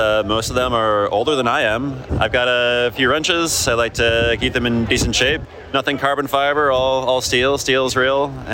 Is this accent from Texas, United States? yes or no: no; Connecticut, United States; moved away as an adult; now in Brooklyn, New York, United States; I'm a Brooklynite. I've lived in Brooklyn since 2013. Grew up a little further out in Connecticut, past New Haven.